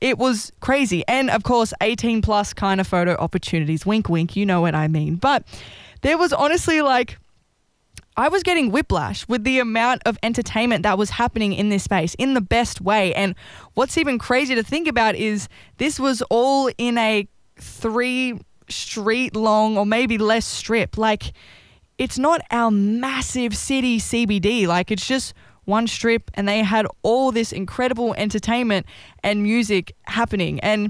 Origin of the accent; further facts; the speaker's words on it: Australia; all these things that we can take as Aussies and make better.